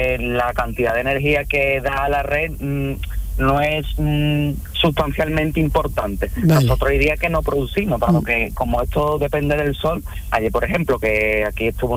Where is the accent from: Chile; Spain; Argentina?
Spain; Écija, Andalusia; Yo soy de Écija, sí.